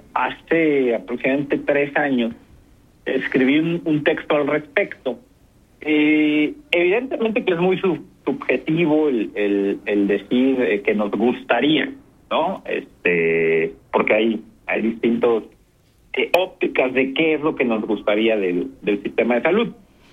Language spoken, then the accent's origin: Spanish; Mexico